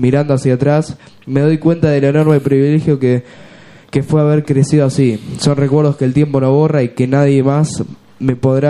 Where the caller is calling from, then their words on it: Comodoro Rivadavia, Chubut, Argentina; Un gran saludo desde Comodoro Rivadavia. Chubut.